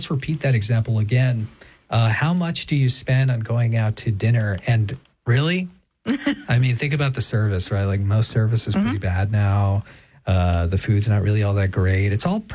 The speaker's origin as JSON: {"language": "English", "region": "California", "country": "United States", "lives_now": "Texas, United States", "said": "I'm not from Texas. I'm from California, but I live in Texas."}